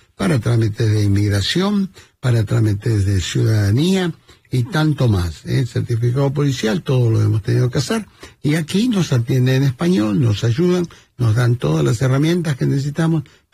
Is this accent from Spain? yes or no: no; Argentina; Soy fanático, saben, como argentino me gusta comer carne, y me encanta ir al Gaucho.